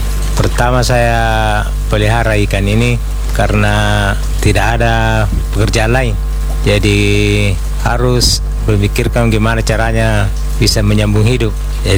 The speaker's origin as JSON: {"language": "Indonesian", "region": "Kalimantan", "country": "Indonesia", "moved": "yes", "said": "Saya dari Kalimantan, merantau sampai ke sini tidak ada kerjaan, jadi terpaksa turun di perikanan ini."}